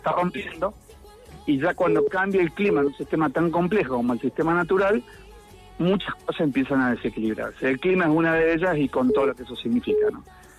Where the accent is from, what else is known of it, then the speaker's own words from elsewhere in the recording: Mendoza, Argentina; Es como yo, como mendocino, como aldearense, me encanta ir a la enramada, ir al río, ir al Club Banco